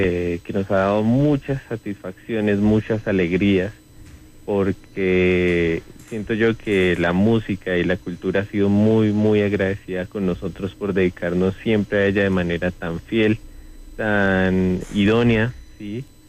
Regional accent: Boyacá, Colombia; ser boyacenses y ser músicos carrangueros de Boyacá.

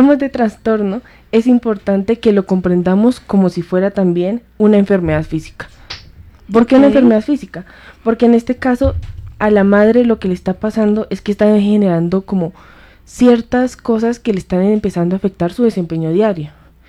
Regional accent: Colombia; nuestro propio país Colombia

